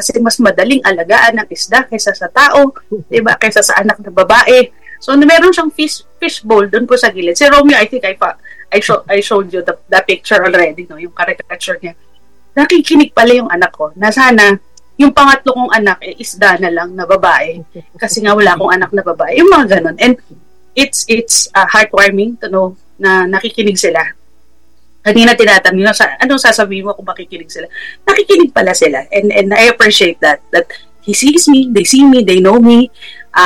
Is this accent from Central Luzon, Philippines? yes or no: yes; Central Luzon, Philippines; Well, food, you know, is very, a very good way of connecting, lalo na po kami Kapampangan, no?